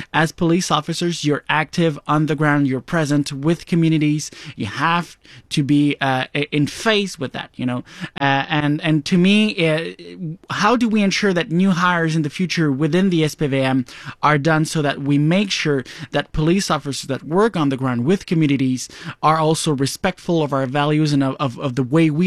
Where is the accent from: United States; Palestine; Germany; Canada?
Canada; Joliette, Quebec; I come from Joliet. You know, the reality in Joliet is completely different from the reality in Montreal.